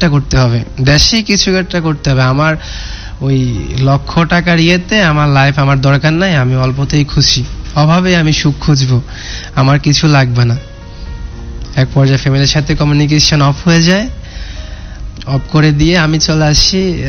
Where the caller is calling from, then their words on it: Bangladesh